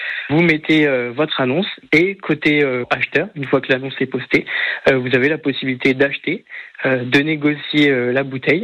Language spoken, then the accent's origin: French; Sens, Bourgogne-Franche-Comté, France; je suis originaire de Sens